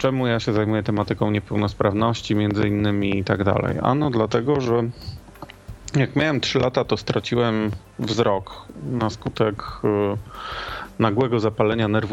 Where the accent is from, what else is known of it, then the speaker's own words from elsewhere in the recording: Gliwice, Silesian Voivodeship, Poland; also born or lived in Warsaw; now in Kraków, Poland; Na co dzień mieszkam w Krakowie, choć często wybywam albo do rodzinnych Gliwic, albo do Warszawy, gdzie spędziłem 7 lat